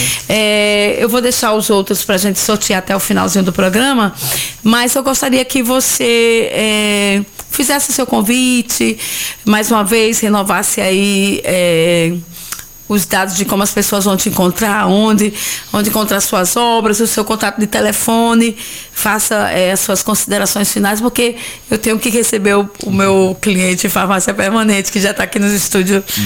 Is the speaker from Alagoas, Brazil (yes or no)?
yes; Penedo, Alagoas, Brazil; a minha cidade natal, Penedo. Eu amo essa cidade